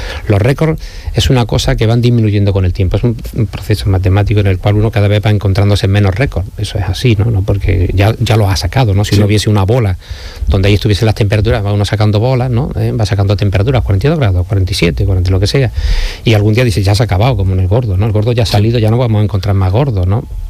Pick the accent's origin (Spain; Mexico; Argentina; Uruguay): Spain; Andalusia